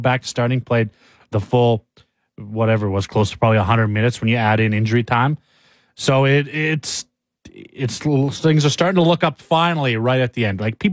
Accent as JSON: {"language": "English", "country": "Canada", "said": "as a Canadian"}